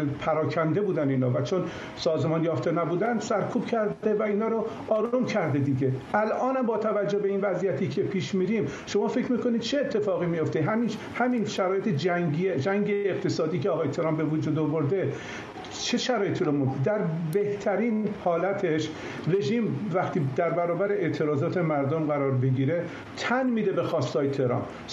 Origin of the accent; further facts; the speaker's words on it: Iran; به عنوان یک ایرانی